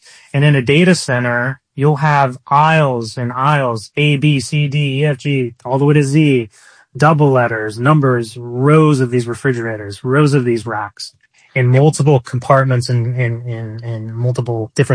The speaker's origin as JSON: {"language": "English", "region": "Arizona", "country": "United States", "tie": "born or raised there", "said": "growing up in Arizona, you know, just dealing with hunkering down in the summer or getting in a pool or putting on sunscreen"}